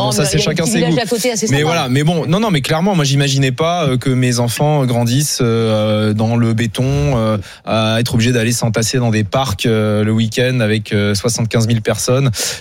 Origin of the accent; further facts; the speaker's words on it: Pompertuzat, Occitanie, France; also born or lived in Alsace; Parce que moi, je suis né en Alsace et j'ai grandi à Pompertuisat, un petit village dans le Lauragais, au sud de Toulouse.